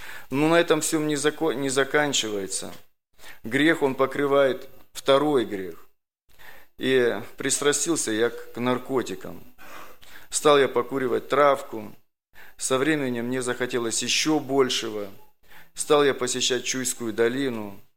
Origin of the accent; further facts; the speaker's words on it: Georgievka, Kazakhstan; born there; also born or lived in Ivanovka, Kyrgyzstan; В 73-м году мы переехали в Казахстан, в село Георгиевка.